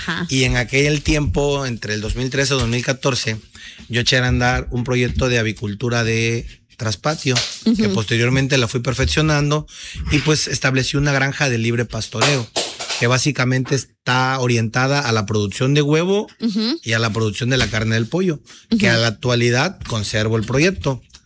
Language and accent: Spanish; Nacajuca, Tabasco, Mexico; yo tengo 37 años de edad, soy originario del municipio de Nacajuca, allá estudié básicamente todo mi educación, y ya la universidad la estudié en el Instituto Tecnológico de la Zona Olmeca, que se encuentra en Villa Huitzapotlán.